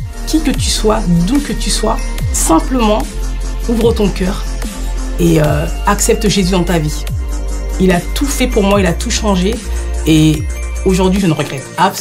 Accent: Paris, Île-de-France, France; Je suis française d'origine malienne et j'ai grandi à Paris. J'ai grandi dans une famille musulmane.

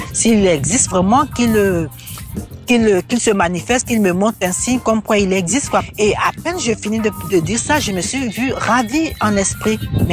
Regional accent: Côte d’Ivoire; now in France; je suis originaire de la Côte d'Ivoire. J'étais musulmane. Je viens d'une famille musulmane pratiquante. Et quand je suis venue en 90 en France

